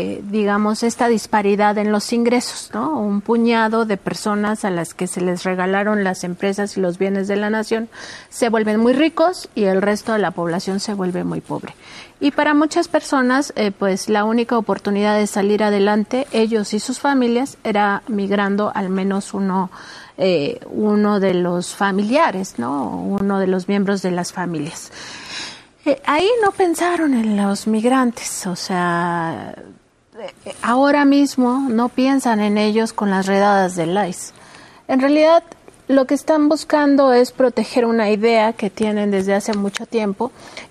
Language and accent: Spanish; Mexico; Y eso es lo que como mexicanos y mexicanas debemos evitar a toda costa.